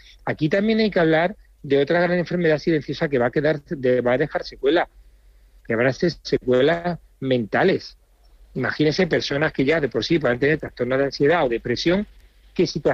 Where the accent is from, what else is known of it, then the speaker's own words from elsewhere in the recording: Spain; queremos seguir siendo españoles, y actualmente, desgraciadamente, le tengo que decir que ahora mismo esto no parece España.